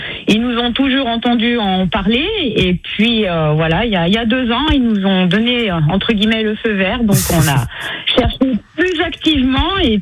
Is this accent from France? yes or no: yes; Saint-Étienne, Auvergne-Rhône-Alpes, France; moved away as an adult; now in Détrier, France; On est stéphanois, on vient de la région stéphanoise.